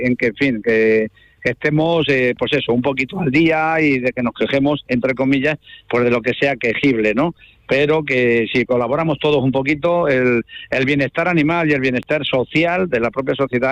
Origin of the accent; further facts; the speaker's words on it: Hinojosa, Spain; yo soy aquí nativo de Hinojosa